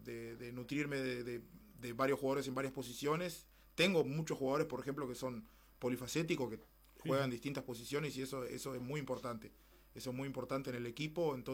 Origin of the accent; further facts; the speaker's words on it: Tranqueras, Rivera, Uruguay; Y la verdad que me agrada mucho ver eso en mi pueblo, en nuestro estadio, la cantidad de jugadores, el dinamismo que existió.